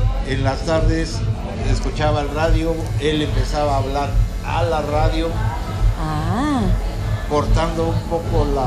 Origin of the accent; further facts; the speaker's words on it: Mexico City, Mexico; moved away as an adult; now in Ixtacomitán, Mexico; Yo soy del Distrito Federal